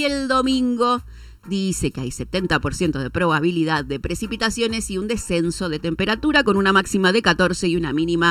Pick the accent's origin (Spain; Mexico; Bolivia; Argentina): Argentina; necesitamos un poco esa épica como pueblo argentino